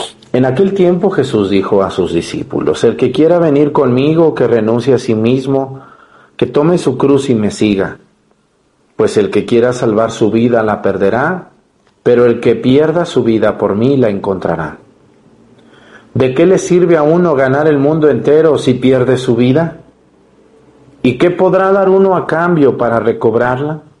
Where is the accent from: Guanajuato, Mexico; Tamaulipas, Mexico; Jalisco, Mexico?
Jalisco, Mexico; Mexticacán; mi pueblo, Mestigacán, cuando vayan van a ver que es un pueblito, pueblito, casi un ranchito. Entonces yo crecí entre pollos, gallinas, vacas, burros, mulas, yeguas, de todo